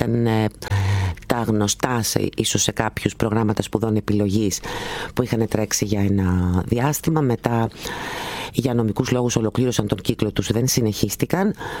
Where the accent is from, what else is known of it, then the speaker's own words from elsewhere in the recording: Greece; also born or lived in Germany; γεννήθηκα στη Γερμανία, βασικά από Έλληνες γονείς. Έμεινα πολύ λίγο καιρό εκεί, δηλαδή σε ηλικία περίπου 3,5 ετών οι γονείς μου επέστρεψαν, οπότε δεν έχω έτσι αναμνήσεις από τη Γερμανία, αλλά κυρίως δηλαδή εδώ μεγάλωσα, εδώ πήγα σχολείο, εδώ όλα.